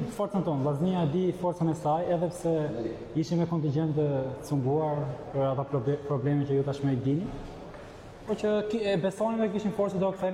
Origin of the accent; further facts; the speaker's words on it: Elbasan, Elbasan County, Albania; born there; për respektin që kam për tifozët e Elbasanit, për qytetin tim të lindjes